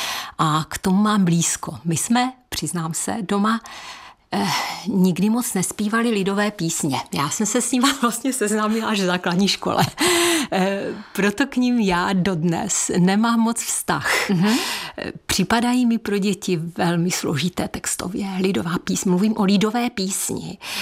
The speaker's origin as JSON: {"language": "Czech", "town": "Střítež nad Bečvou", "region": "Zlín Region", "country": "Czechia", "tie": "born there", "also_born_or_lived": "Nový Jičín", "moved": "yes", "said": "Já pocházím z Valašska, přímo. Já jsem se narodila ve Stříteži nad Bečvou a potom jsme se přestěhovali do Nového Jičína, ale jsem Valašská, můj manžel je z Velké Lhoty, takže my jsme taková Valašská."}